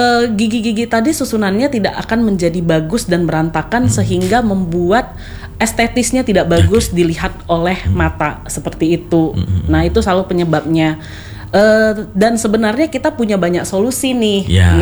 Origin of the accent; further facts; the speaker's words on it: Medan, North Sumatra, Indonesia; Kebetulan saya asli Kota Medan.